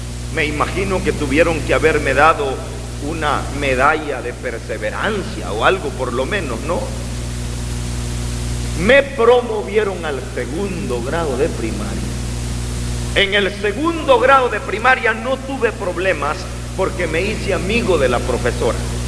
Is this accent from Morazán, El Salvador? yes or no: no; Santa Rosa de Lima, La Unión, El Salvador; Yo nací en Santa Rosa de Lima, en el departamento de La Unión.